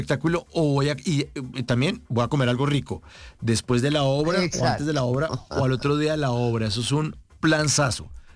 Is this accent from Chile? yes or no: no; Bogotá, Colombia; now in Medellín, Colombia; Yo soy bogotano, estoy viviendo en Medellín.